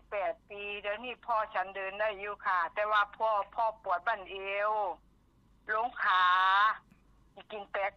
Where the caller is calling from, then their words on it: Chaiyaphum, Thailand; จังหวัดชัยภูมิ